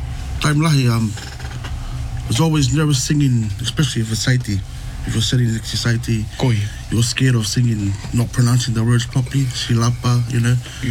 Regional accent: New Zealand; Growing up in New Zealand, we are surrounded with so many different cultures and influences

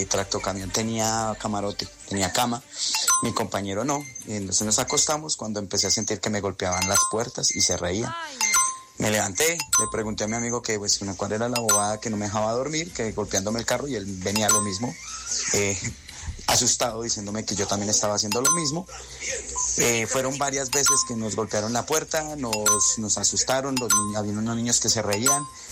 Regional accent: Colombia; yo soy camionero de Colombia, tanquero, viajaba mucho a Rubiales.

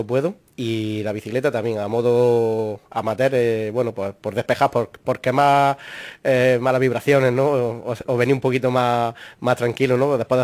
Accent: Granada, Andalusia, Spain; also born or lived in Valdepeñas de Jaén; La infancia en Granada. Por trabajo de mi familia, de mis padres, pues que yo soy de Jaén, de Valdepeñas, como mucha gente sabe, pero me crié en Granada.

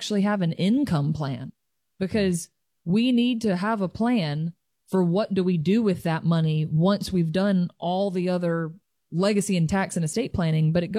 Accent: Birmingham, Alabama, United States; also born or lived in New Jersey; I wasn't born in Birmingham. I was born in New Jersey. But pretty much, I mean, I've lived here all my life, grew up here.

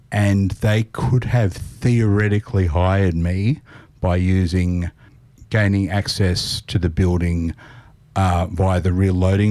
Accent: Gladesville, New South Wales, Australia; also born or lived in Hong Kong; I grew up in Gladesville, lived in the same house for the first 13 years of my life. Then I lived in Hong Kong for 3 years.

